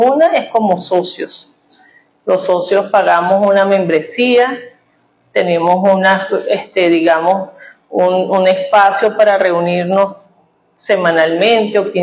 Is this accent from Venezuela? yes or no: yes; Venezuela; nosotros no tenemos también eso como venezolanos